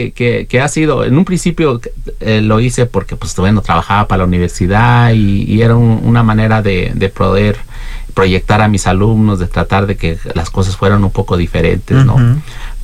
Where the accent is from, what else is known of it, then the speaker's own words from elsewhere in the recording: San Felipe, Guanajuato, Mexico; born there; soy de San Felipe.